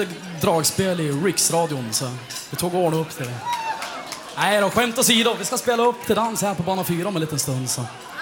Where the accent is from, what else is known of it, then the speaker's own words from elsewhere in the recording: Lit, Jämtland County, Sweden; vi kommer från Lit utanför Östersund, hemma i Jämtland.